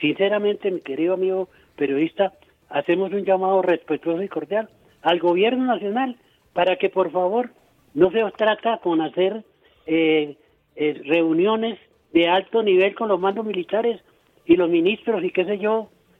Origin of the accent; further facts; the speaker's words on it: Armero, Tolima, Colombia; cuando yo estaba de concejal de la desaparecida Armero, yo soy de Armero, Tolima